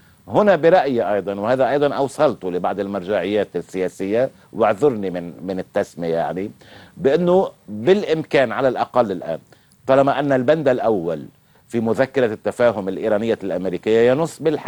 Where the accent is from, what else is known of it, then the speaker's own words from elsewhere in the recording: Lebanon; نحن الآن معنا كلبنانيين